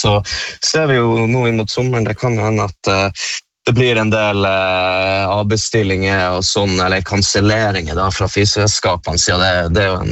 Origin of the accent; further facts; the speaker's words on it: Northern Norway, Norway; Det skjønner man jo også som nordlending at det er jo godt å trekke til varmere reisemål og sånn.